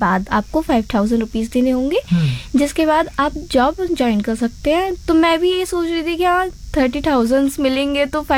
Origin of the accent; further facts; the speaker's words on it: Moradabad, Uttar Pradesh, India; मुरादाबाद से। मैं काशीराम की रहने वाली हूँ।